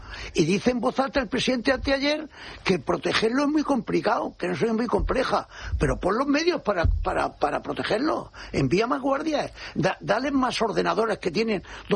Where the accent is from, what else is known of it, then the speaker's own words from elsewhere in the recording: Ceuta, Spain; Yo soy Ceutí, y juro ante la patrona de Ceutí que yo y mis hijos y mis nietos no votarán al PSOE mientras esté Pedro Sánchez.